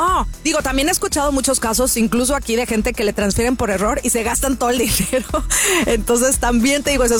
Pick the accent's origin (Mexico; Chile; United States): Mexico